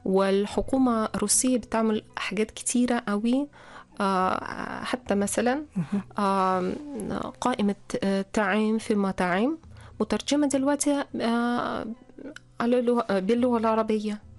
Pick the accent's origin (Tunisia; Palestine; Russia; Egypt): Russia; Arabic is a second language; عندنا في روسيا